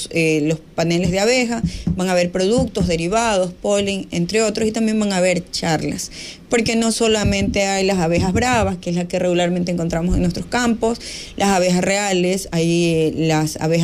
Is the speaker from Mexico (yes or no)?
no; Manta, Manabí, Ecuador; now in Portoviejo, Ecuador; Yo soy de Manta